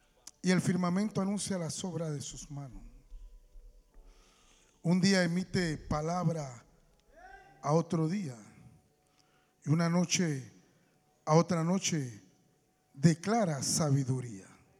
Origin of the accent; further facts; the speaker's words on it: Panama; Tampoco somos los mejores panameños ni somos los más santos.